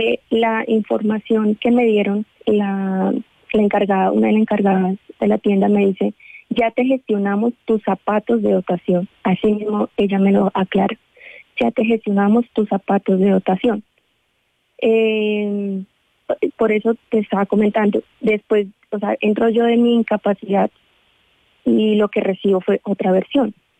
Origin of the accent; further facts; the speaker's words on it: Tolima, Colombia; moved away; como vengo de tierra caliente, soy del Tolima